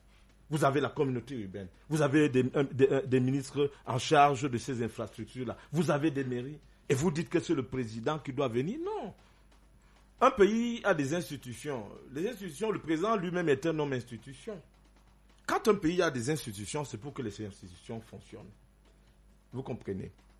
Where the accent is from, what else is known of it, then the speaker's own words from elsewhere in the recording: Cameroon; je dis, nous sommes des Camerounais. D'ailleurs, c'est notre pays à nous tous.